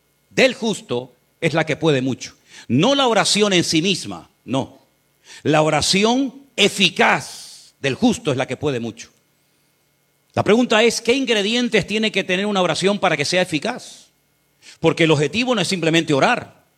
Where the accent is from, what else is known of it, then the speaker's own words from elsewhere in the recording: Canary Islands, Spain; como decimos en Canarias